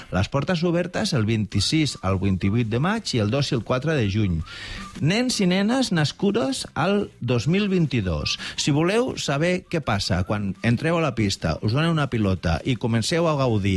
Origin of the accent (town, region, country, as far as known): Barcelona, Catalonia, Spain; born there